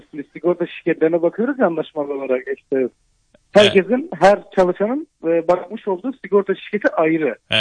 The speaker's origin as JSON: {"language": "Turkish", "region": "Şanlıurfa", "country": "Turkey", "tie": "born or raised there", "said": "Şanlıurfalım abi, doğma büyüme."}